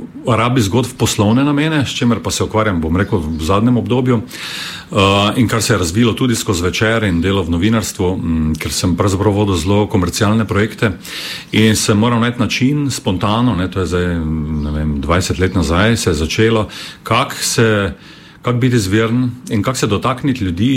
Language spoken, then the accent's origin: Slovenian; Styria, Slovenia; born there; na to našo štajersko, bi rekel, pripadnost naši državi